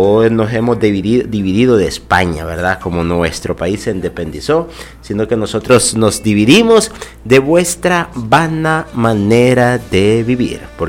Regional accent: El Salvador

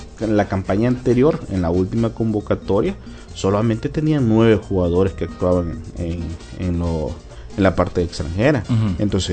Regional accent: El Salvador; Somos salvadoreños

